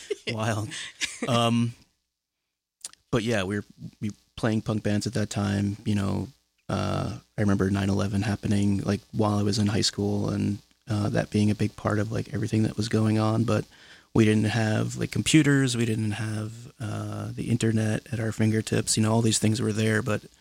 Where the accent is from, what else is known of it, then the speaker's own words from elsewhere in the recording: Queens, New York, United States; Oh, yeah. I'm from Queens. This was in, I'm from the Sunnyside and Woodside area, but the school I'm talking about was in Jackson Heights.